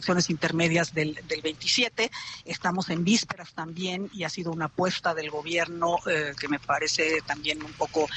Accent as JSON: {"language": "Spanish", "country": "Mexico", "said": "Esos son los enemigos que deberíamos de combatir como mexicanos"}